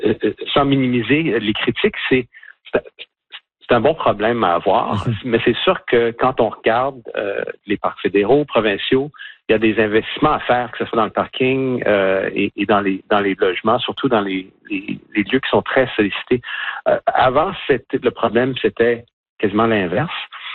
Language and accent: French; Canada; puisqu'on est Canadien, ça nous appartient